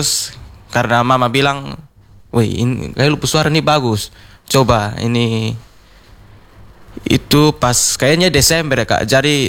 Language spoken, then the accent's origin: Indonesian; Rote, East Nusa Tenggara, Indonesia; moved away as an adult; now in Kupang, Indonesia; Dari asal saya dari Rote.